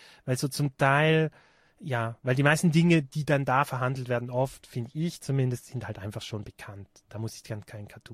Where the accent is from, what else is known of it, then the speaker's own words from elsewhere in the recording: Rhine Valley, St. Gallen, Switzerland; now in Innsbruck, Austria; ich bin halt im Rheintal aufgewachsen und wir sind dann nach St. Gallen Ausgang gegangen